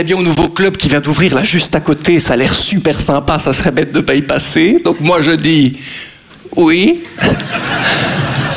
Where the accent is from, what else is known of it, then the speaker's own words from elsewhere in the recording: Belgium; je suis belge.